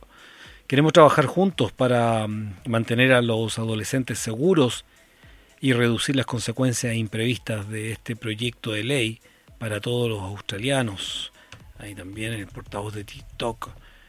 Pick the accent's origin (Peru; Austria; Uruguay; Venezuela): Venezuela; now in Colombia; Soy de Venezuela, pero vivo en Colombia.